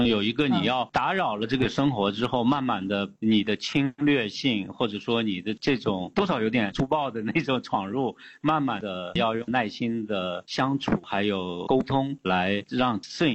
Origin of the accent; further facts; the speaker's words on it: Shanxi, China; moved away; 我的家乡山西一个煤矿的地方